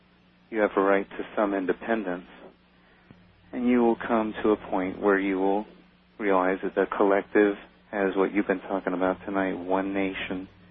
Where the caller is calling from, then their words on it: Seattle, Washington, United States; I'm calling in from Seattle.